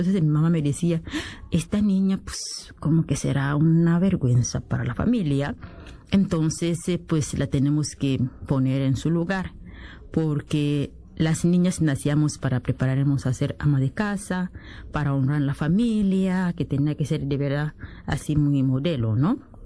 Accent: DR Congo; moved away; Yo soy de la República Democrática del Congo, donde nací y crecí en una familia grande de 8 hijos.

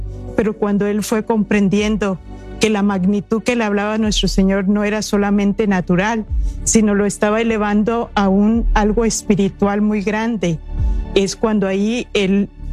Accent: Acapulco, Guerrero, Mexico; yo que vengo de un puerto, yo soy de Acapulco, sí. Y allá la vida es de noche.

